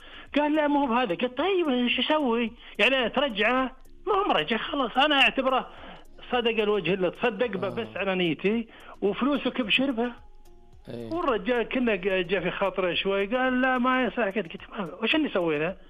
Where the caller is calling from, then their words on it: Riyadh Province, Saudi Arabia; انا اكلمك من محافظه حوطه بيتي